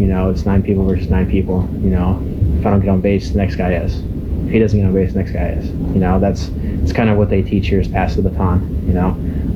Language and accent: English; Concord, United States; they've supported me 100% through in my hometown in Concord.